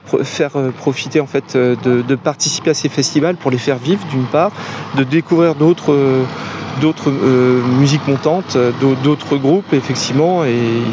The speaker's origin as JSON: {"language": "French", "region": "Brittany", "country": "France", "tie": "born or raised there", "said": "puisqu'on est originaire donc de Bretagne"}